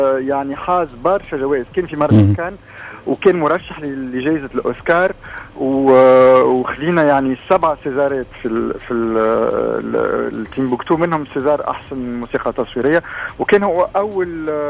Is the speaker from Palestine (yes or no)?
no; Tunisia; كي كنت صغير كنت في تونس